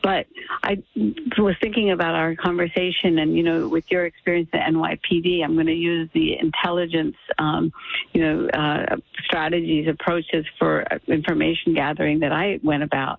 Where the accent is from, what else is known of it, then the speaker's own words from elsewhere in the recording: India; born there; I was born in India and speak the language